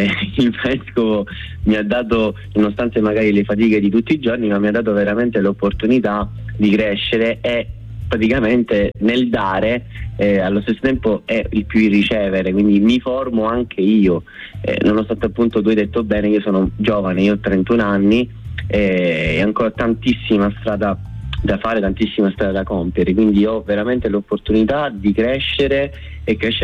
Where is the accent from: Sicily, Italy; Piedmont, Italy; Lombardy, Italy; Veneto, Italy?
Sicily, Italy; Messina